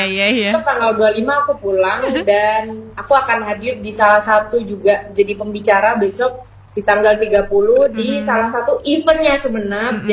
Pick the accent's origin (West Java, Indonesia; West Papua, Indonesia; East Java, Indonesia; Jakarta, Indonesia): East Java, Indonesia; Madura; aku sebagai orang Madura